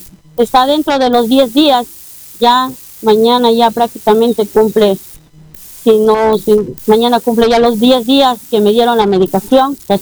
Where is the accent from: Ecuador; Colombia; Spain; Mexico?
Ecuador; Orellana; yo vengo de la provincia de Orellana, pero mi hijo se hace atender aquí en el Bacortiz, que queda aquí en Quito.